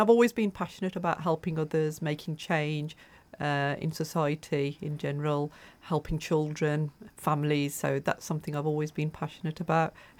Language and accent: English; West Bromwich, West Midlands, United Kingdom; So growing up, I grew up in the Black Country in West Bromwich.